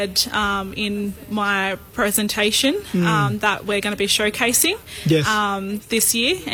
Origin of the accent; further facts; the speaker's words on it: Taree, New South Wales, Australia; I'm a proud Biripi and Warramai woman. And in Taree, New South Wales, on the mid-north coast. About 4 hours from Sydney.